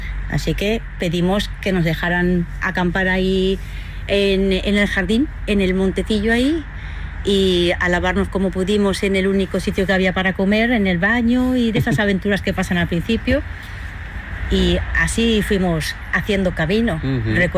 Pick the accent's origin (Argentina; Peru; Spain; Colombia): Spain; Bilbao, Basque Country; moved away; also born or lived in Caracas, Venezuela; yo soy de Bilbao, Camino de Santiago del Norte, Catedral de Santiago la otra. Luego, pues viví en Venezuela 27 años, Caracas, que realmente es Santiago de León de Caracas, como se llama la capital.